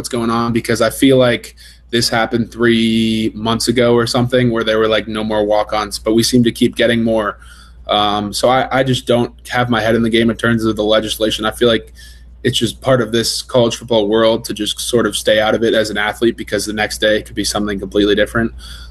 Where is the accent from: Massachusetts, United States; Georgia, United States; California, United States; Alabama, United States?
Massachusetts, United States; Boston; now in Tennessee, United States; I'm from Boston, and I've never really thought about playing football until I played it